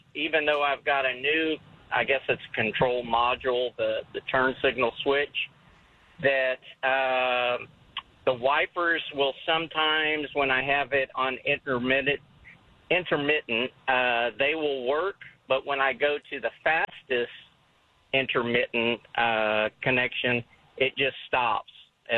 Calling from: Kyle, Texas, United States; I live in Kyle.

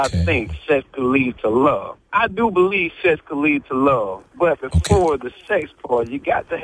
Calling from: Quincy, Florida, United States; I'm calling from Quincy, Florida.

